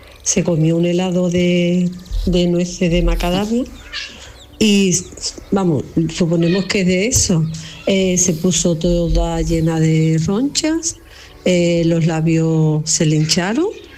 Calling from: Huelva, Andalusia, Spain; Buenos días … llamo de Huelva.

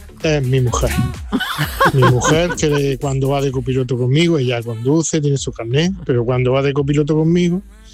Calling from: Motril, Andalusia, Spain; soy de Motril.

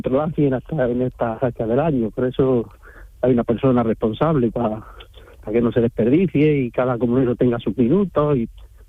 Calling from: Fonelas, Andalusia, Spain

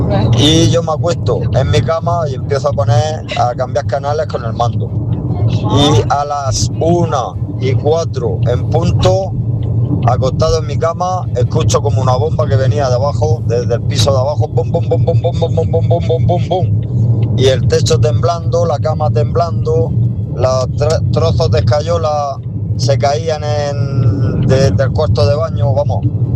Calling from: Murcia, Region of Murcia, Spain; Hola. Vengo de Murcia.

